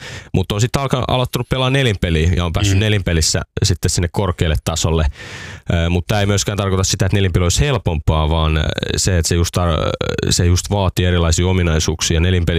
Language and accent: Finnish; Porvoo, Uusimaa, Finland; kaikki mulla on Helsingissä, mä tuun Porvoosta siis mä oon Porvoosta, niin kaikki on Helsingissä.